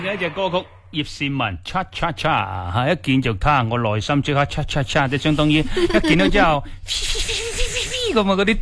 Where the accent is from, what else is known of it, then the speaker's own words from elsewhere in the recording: Guangdong, China; 我哋广东人唔中意叫嘅